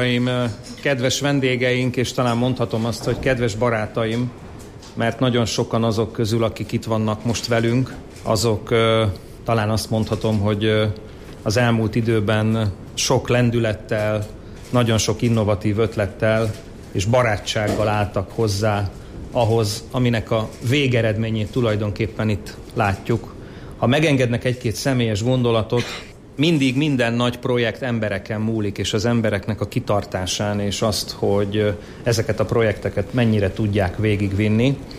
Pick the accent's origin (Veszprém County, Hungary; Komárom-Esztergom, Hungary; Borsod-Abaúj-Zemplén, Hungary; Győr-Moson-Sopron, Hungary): Borsod-Abaúj-Zemplén, Hungary; Miskolc; büszke városvezetőként és büszke miskolciként